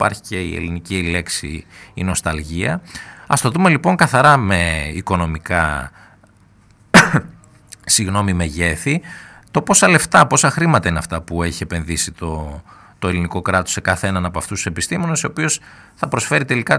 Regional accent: Katerini, Central Macedonia, Greece; στην πόλη μου στην Κατερίνη

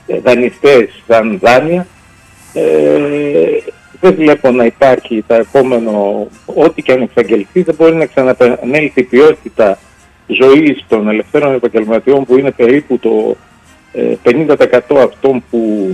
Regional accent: Greece

